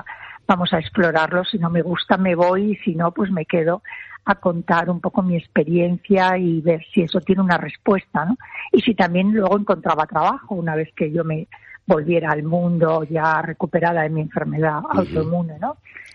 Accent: León, Castile and León, Spain; moved away as an adult; now in Madrid, Spain; yo soy leonesa

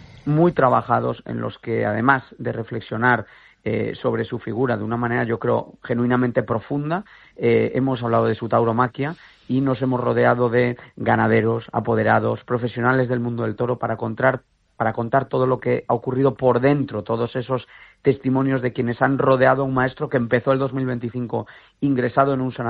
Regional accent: Santiago de Compostela, Galicia, Spain; yo soy de Santiago Compostela, por si acaso no he dado suficientes pistas con mi acento, ¿no?

